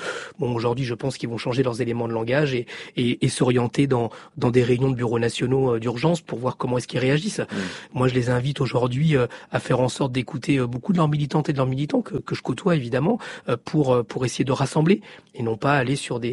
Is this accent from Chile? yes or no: yes; Chile; now in France; Je viens du Chili. Je suis fils d'exilé politique. Je suis en France parce que l'extrême droite a pris le pouvoir de la pire des manières.